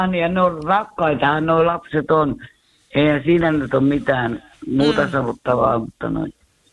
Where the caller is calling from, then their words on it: Tampere, Pirkanmaa, Finland; Kaukajärvellä.